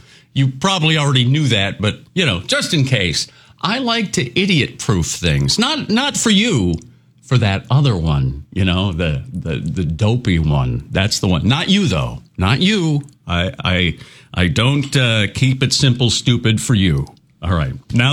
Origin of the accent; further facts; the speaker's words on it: Minneapolis, Minnesota, United States; now in Eastern Iowa, United States; I grew up in Minneapolis, so I have to be a Vikings fan.